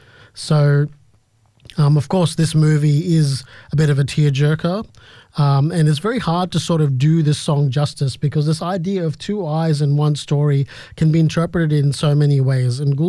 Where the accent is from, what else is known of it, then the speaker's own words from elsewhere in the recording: Fiji; when I was growing up in Fiji